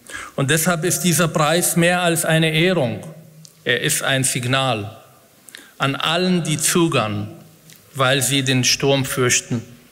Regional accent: Israel; now in Germany; als Israeli, als Betroffene, als jemand, der aus diesem Land stammt, als Palästinenser, als Moslem, als jemand, der in dieser Gesellschaft seine Heimat gefunden hat

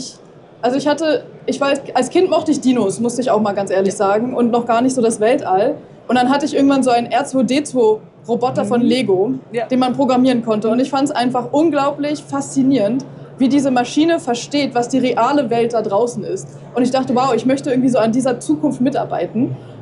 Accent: Berlin, Germany; moved away as an adult; also born or lived in Zürich; Ich komme aus Berlin

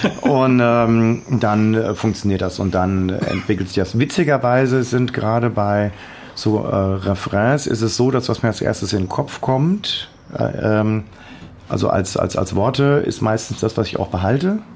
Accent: Hesse, Germany; Ich bin Hesse, gell?

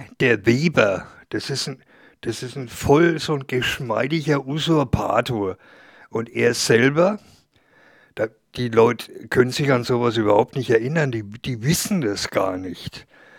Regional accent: Bavaria, Germany; ich als Franke

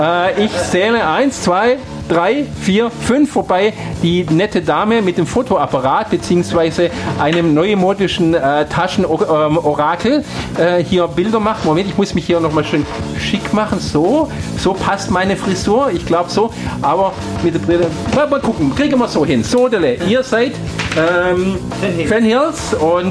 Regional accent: Stuttgart, Baden-Württemberg, Germany; Okay, ich bin gewürdiger Cannstatter.

